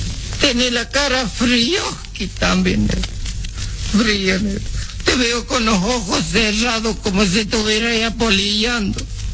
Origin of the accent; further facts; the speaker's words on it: Córdoba, Argentina; yo como soy cordobés